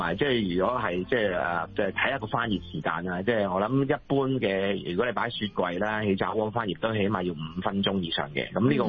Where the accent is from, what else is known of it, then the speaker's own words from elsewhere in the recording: China; 因为气炸锅咧，嗱，始终我哋中国人啦，我哋自己平时煮嘅嘢咧，即系蒸焖煮灼啊